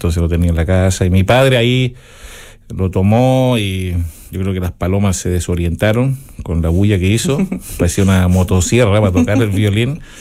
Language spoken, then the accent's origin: Spanish; Lautaro, Araucanía, Chile; Efectivamente, vengo de Lautaro, novena región, y en un lugar súper, muy, muy, digamos, pequeño, pero muy grande poéticamente, no sé, culturalmente.